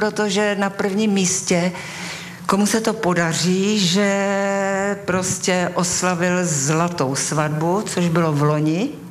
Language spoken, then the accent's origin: Czech; Prague, Czechia; moved away as an adult; now in Plzeň, Czech Republic; jsem Pražačka a protože Prahu miluju.